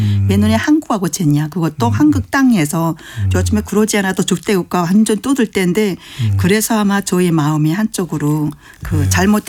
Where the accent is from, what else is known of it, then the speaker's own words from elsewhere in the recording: North Korea; now in South Korea; 저는 한 번도 북한에서 떠난 탈북민으로서